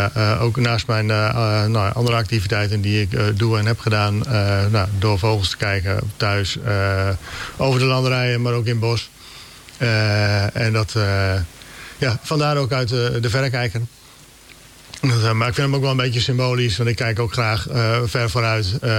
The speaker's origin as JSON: {"language": "Dutch", "town": "Appingedam", "region": "Groningen", "country": "Netherlands", "tie": "born or raised there", "moved": "yes", "lives_now": "Nieuwolda, Netherlands", "said": "En ik kom van oorsprong uit Appingedam, dus daar kom ik weg. Ja. Ben op enig moment geland in Nieuwolda."}